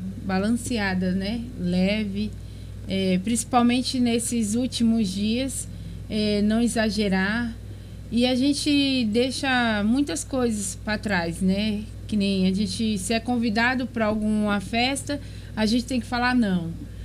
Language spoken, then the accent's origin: Portuguese; Bahia, Brazil; Sou baiana. Tenho superação, tenho dedicação e assim vai.